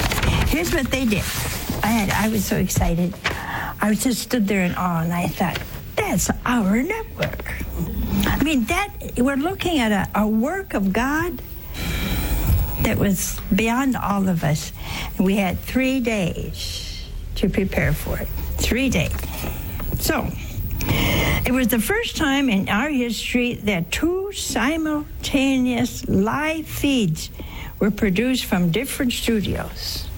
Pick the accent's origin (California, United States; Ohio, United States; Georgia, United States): Ohio, United States; We have people from my home state, Ohio